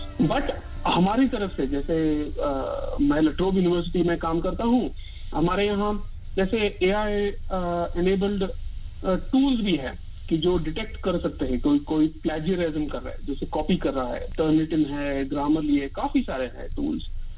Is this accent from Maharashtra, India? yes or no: yes; Pune, Maharashtra, India; moved away as an adult; now in Australia; मैं पुणे महाराष्ट्र से हूँ. 20 साल से ऑस्ट्रेलिया में रह रहा हूँ.